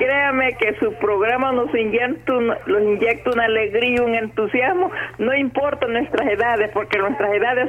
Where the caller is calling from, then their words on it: El Salvador; De aquí, de los Altos del Boulevard.